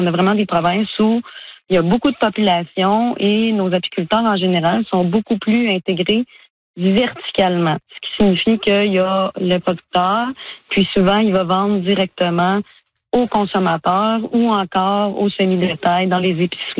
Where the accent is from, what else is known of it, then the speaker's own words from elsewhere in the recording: Quebec, Canada; Je pense qu'il y a peut-être moyen en tant que Canadien de justement regarder entre les provinces pour faire des échanges de miel. Moi, au Québec